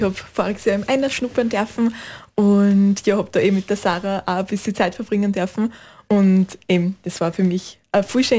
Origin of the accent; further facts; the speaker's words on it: Austria; ich komme aus Rottenau und bin 19 Jahre alt.